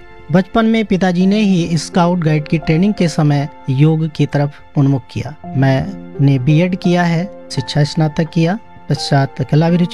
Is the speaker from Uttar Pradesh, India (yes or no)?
yes; Gonda district, Uttar Pradesh, India; मैं इसी जनपद का निवासी हूँ